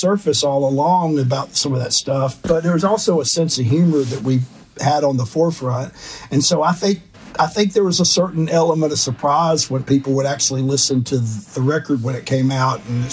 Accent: Alabama, United States; my home state is obviously, there's a lot of bad things you can say about Alabama, but there's also some really good things

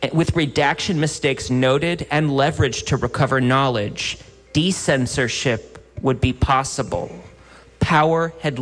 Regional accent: New Orleans, Louisiana, United States; it downed the power lines to my hometown of New Orleans, which sweltered without electricity in the heat of midsummer.

